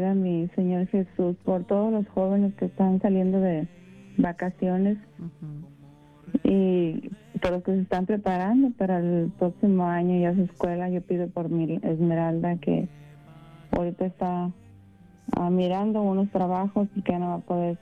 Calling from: Rialto, California, United States; De aquí de Rialto

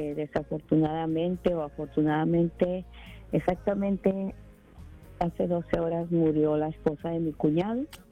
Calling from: San Diego, California, United States; Hola, Gaby, buenos días. … de San Diego por las 10:40.

